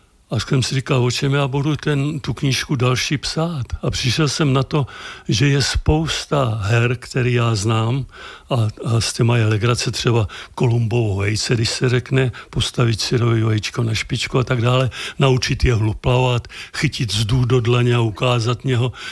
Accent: Náchod, Hradec Králové Region, Czechia; born or raised there; also born or lived in Vysokov

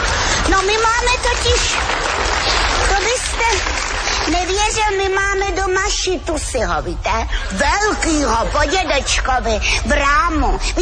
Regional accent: Prague, Czechia; Když jste mě potkal trošku upravenou, tak by vám bylo jasný, že jsem z Prahy.

